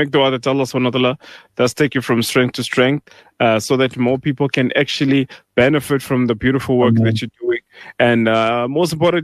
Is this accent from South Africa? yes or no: yes; Pretoria, Gauteng, South Africa; I mean, originally I'm from Pretoria myself, studied first year in my in terms of the Mu'allim course in Lodium, then came to Johannesburg.